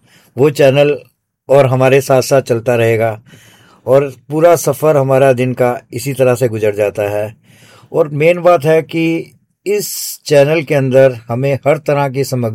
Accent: Ambala, Haryana, India; अंबाला का रहने वाला हूं।

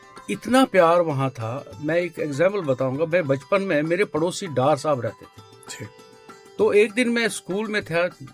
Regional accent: Jammu and Kashmir, India; तो ये मैं इसलिए कर रहा था बिकॉज मैं कश्मीरी हूँ, मन में मेरा कश्मीर बसा हुआ है

